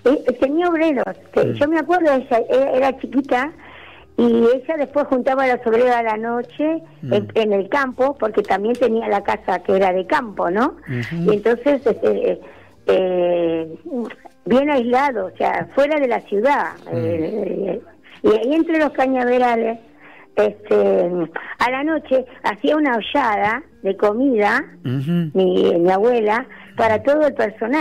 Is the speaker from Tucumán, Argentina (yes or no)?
yes; Tucumán, Argentina; Acá hablar sobre el tema de la miel, porque yo soy tucumana.